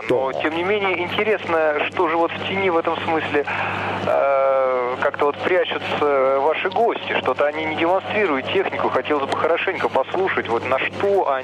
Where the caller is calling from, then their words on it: Kazan, Tatarstan, Russia; Я из Казани звоню.